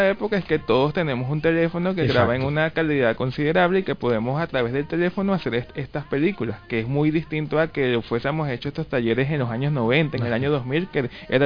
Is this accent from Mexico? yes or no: no; Venezuela; somos latinoamericanos, que somos venezolanos